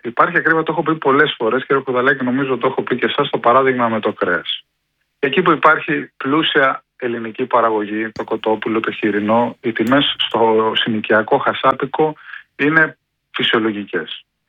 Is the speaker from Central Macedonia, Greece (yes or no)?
no; Thalames, Peloponnese, Greece; από το χωριό μου στις Θαλάμες, στις Δυτικές Μάνες